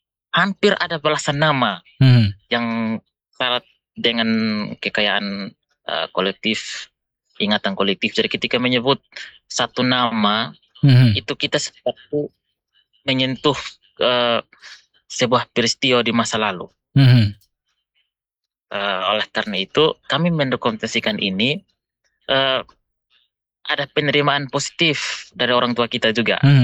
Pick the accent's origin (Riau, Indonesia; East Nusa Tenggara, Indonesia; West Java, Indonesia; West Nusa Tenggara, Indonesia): East Nusa Tenggara, Indonesia; Amanuban; desa saya ini desa Napi.